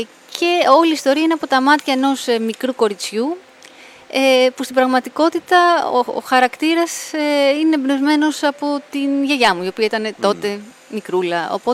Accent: Agrinio, Western Greece, Greece; born there

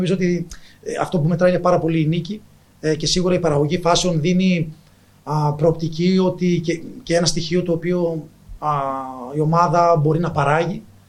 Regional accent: Northern Greece, Greece; now in Komotini, Greece; αν και εγώ είμαι από τη Βόρεια Ελλάδα

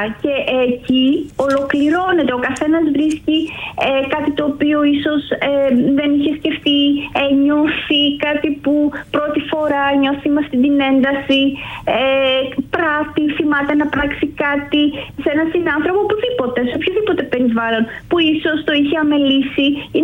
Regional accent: Xanthi, Eastern Macedonia and Thrace, Greece; born or raised there; also born or lived in Komotini / Alexandroupoli

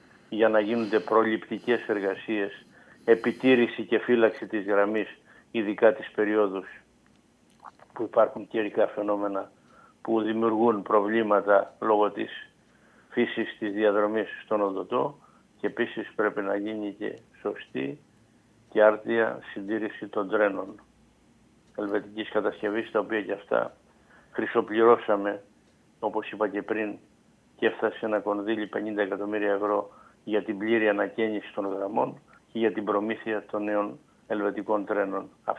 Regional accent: Zachlorou, West Greece, Greece; για το χωριό μου, για τη Ζαχλωρού

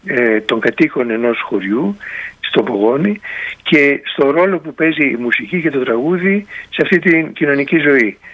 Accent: Epirus, Greece; εγώ είμαι από το Ζαγόρι.

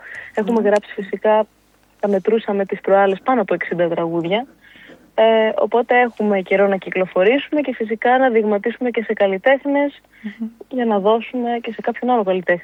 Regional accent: Kavala, Eastern Macedonia and Thrace, Greece; now in Athens, Greece; Βρίσκομαι στην Αθήνα σε την περίοδο, αν και η καταγωγή μου είναι από την Καβάλα.

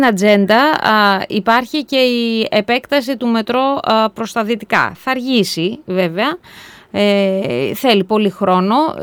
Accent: Thessaloniki, Central Macedonia, Greece; born there; εγώ είμαι 50 χρονών, κύριε Παπαγεωργίου, και μεγάλωσα ότι του χρόνου το μετρό, του παραχρόνου το μετρό

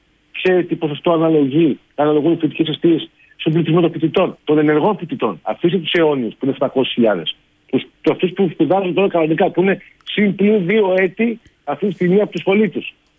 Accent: Patras, Western Greece, Greece; Δεν θα πάω στους πολιτικούς μηχανικούς Αθήνας, θα πάω στην Πάτρα, που είμαι από την Πάτρα.

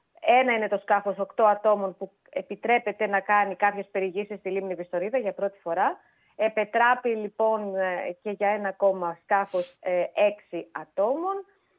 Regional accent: Fanari, Eastern Macedonia and Thrace, Greece

